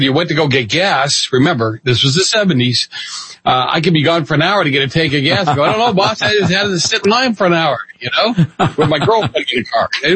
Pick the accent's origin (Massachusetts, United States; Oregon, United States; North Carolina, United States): Massachusetts, United States; Boston; Growing up in Boston